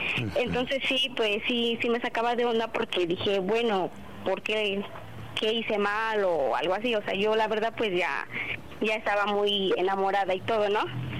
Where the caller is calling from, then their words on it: Mexico City, Mexico; Tengo 24 y soy de la Ciudad de México.